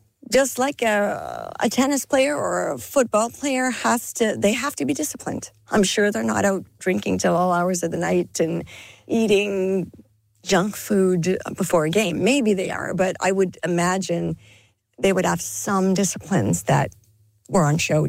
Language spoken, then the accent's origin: English; Timmins, Ontario, Canada; So in my hometown of Timmins, we have a very big, powerful river